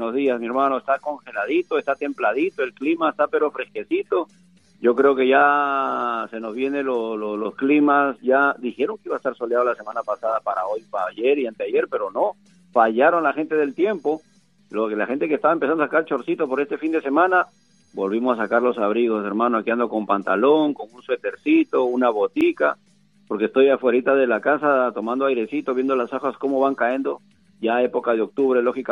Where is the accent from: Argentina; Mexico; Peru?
Peru; now in Boston, United States; directamente desde mi tierra, el Perú